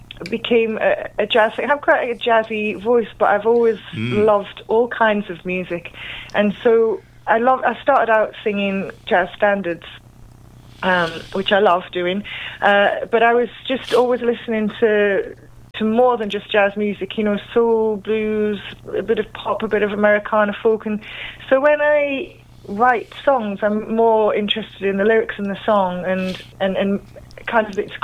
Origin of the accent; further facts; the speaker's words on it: Newcastle upon Tyne, North East England, United Kingdom; but I am from Newcastle as well